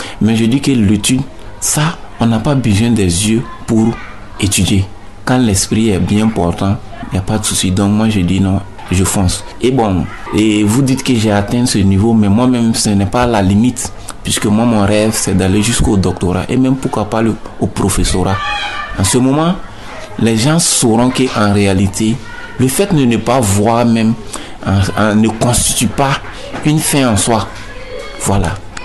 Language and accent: French; Burkina Faso; C'est parce que chez nous, au Burkina, on ne sait pas, sinon dans certains pays émergents, on voit.